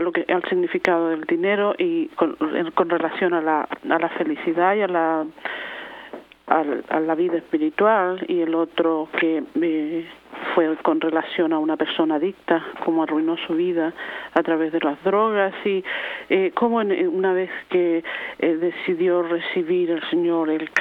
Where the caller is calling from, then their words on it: Chile; yo soy chilena